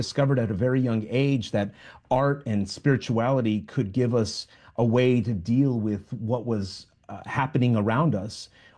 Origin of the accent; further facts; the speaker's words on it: Wilmington, California, United States; born or raised there